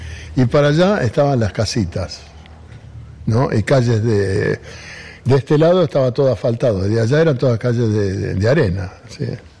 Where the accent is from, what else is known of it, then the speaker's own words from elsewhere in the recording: Río Cuarto, Córdoba, Argentina; born there; Nací en la ciudad, nací en Córdoba, nací en Río Cuarto.